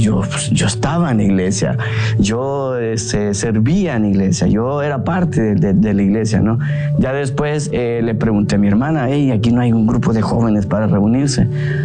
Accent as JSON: {"language": "Spanish", "country": "El Salvador", "tie": "born or raised there", "said": "Soy originario de El Salvador y soy escolapio."}